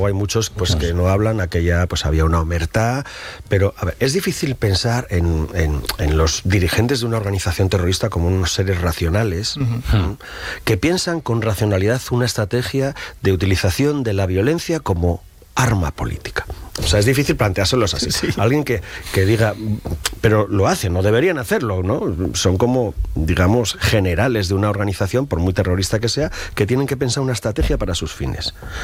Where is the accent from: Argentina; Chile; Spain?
Spain; Irun, Basque Country; Yo soy de Irún, soy del 67, la misma edad que Miguel Ángel.